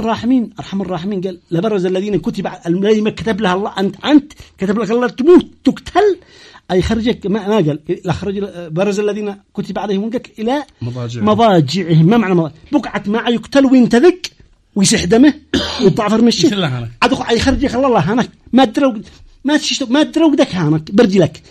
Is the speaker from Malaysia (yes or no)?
no; Yemen; فما احنا يمنيين.